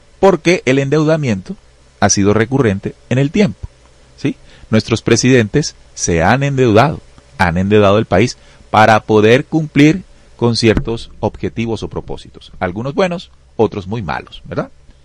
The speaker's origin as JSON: {"language": "Spanish", "country": "Colombia", "said": "hay unas cifras que tenemos que entender como colombianos"}